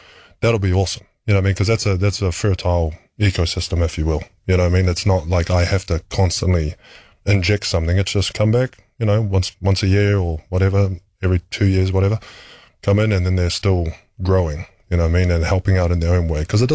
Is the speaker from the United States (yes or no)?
no; New Zealand; but then, yeah, you kind of still keep to being Kiwi.